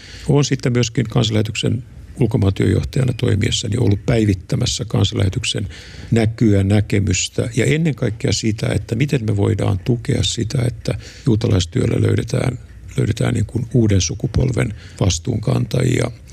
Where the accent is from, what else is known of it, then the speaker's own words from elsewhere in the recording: Vaasa, Ostrobothnia, Finland; Vaasahan on mun kotikaupunki, mä oon syntynyt ja kasvanut siellä.